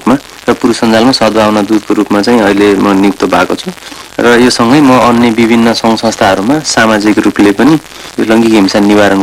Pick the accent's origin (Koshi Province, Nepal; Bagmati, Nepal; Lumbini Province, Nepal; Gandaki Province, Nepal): Lumbini Province, Nepal; म चाहिँ नितान्त एकदमै गाउँमा कपिल वस्तुको पनि एकदम बोर्डर छेउको गाउँमा बस्ने भएको भएर मेरो घर नै त्यहीँ भएको भएर